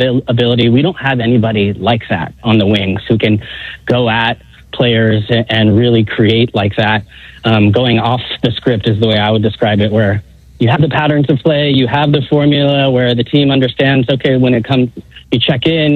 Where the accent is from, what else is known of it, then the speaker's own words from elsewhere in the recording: California, United States; now in Brooklyn, United States; I live here in Brooklyn. I'm from the Bay Area. I'm going to fly back for this game.